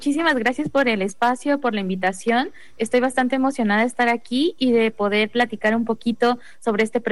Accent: Mexico; como mexicanos no tenemos límites a donde podamos llegar o alcanzar

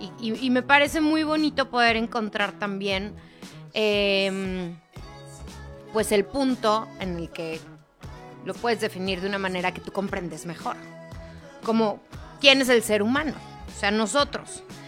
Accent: Mexico; Y qué afortunados somos nosotros los mexicanos de poder tener pues esta fe y tan arraigada.

